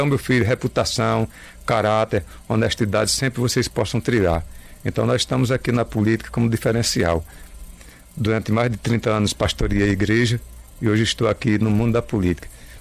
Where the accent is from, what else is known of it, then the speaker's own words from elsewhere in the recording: Iguatu, Ceará, Brazil; also born or lived in Cariús, Ceará; Nasci em São Bartolomeu, uma vilazinha de Cariús. Cariús é uma cidade depois de Iguatu. Uma família de 13 filhos. Meu pai teve que ralar muito. Sou filho de um agricultor. As eras de 70, aquela grande seca nos expulsou daquela região.